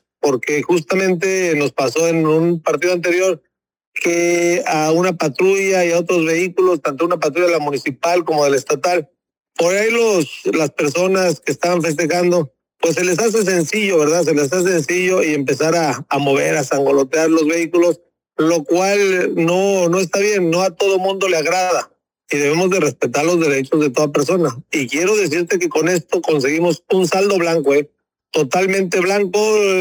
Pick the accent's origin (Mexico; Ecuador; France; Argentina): Mexico; así somos los mexicanos